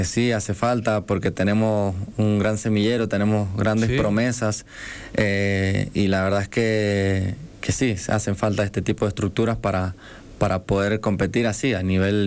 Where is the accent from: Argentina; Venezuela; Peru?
Argentina; sumar por equipo, o sea, como Argentina